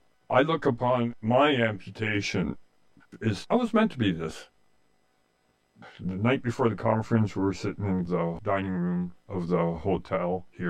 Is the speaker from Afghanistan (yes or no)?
no; Canada; I'm a Canadian, but I enlisted in the United States Marine Corps in the early 80s.